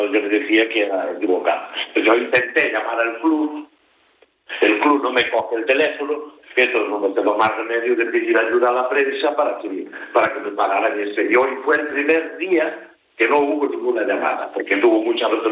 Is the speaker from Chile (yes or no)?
no; Lugo, Galicia, Spain; now in A Coruña, Spain; La zorza auténtica, zorza de Lugo, porque yo soy nativo de Lugo. Joder. Llevo muchos años en Coruña